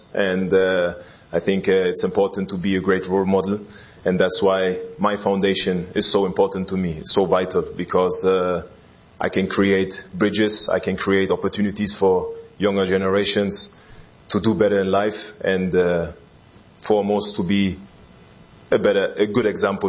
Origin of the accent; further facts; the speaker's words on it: Berlin, Germany; English is a second language; And yeah, like I was born and raised in Berlin, grew up in Neukölln, so-called ghetto in Germany that time.